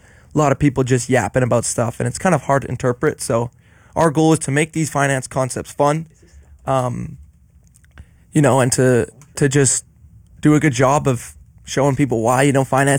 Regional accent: Montreal, Quebec, Canada; moved away as an adult; now in Orange, United States; I'm originally from Montreal, Canada.

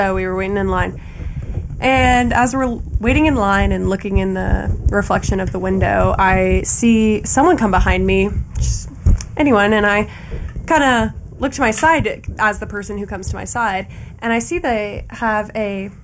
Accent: Bay Area, California, United States; moved away; I'm from the Bay Area, California, around San Francisco.

